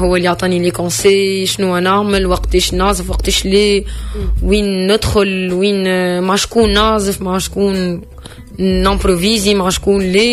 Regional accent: Tunisia; بلادنا تونس

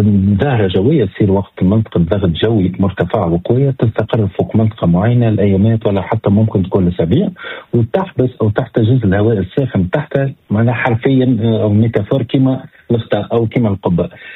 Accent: Tunis, Tunis Governorate, Tunisia; عندنا في تونس العاصمة

